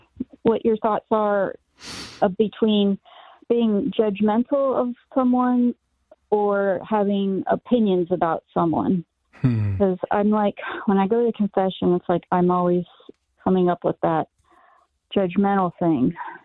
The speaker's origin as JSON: {"language": "English", "town": "Stuart", "region": "Florida", "country": "United States", "tie": "born or raised there", "said": "I grew up here."}